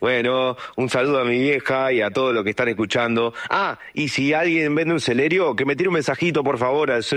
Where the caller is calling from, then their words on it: Paysandú, Uruguay; de Paysandú.